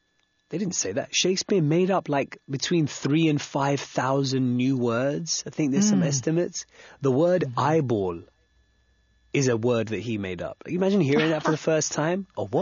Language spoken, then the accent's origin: English; Wembley, London, United Kingdom; So I grew up in, in the mid-90s in the UK. I grew up in Wembley.